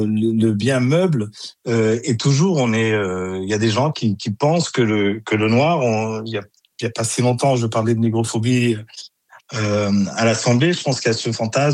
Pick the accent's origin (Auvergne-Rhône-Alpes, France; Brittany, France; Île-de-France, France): Île-de-France, France; Moi, je suis né ici, je suis un banlieusard, je suis né en Essonne et j'ai grandi